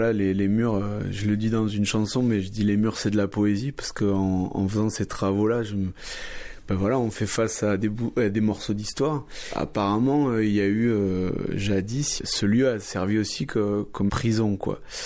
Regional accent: Toulouse, Occitanie, France; Moi, je suis né à Toulouse, j'ai toujours grandi à Toulouse, j'ai vécu à Toulouse

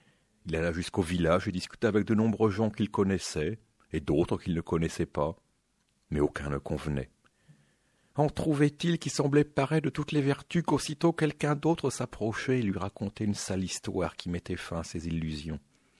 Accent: Normandy, France; aujourd'hui, nous allons faire un petit tour là d'où je viens, donc la Normandie.

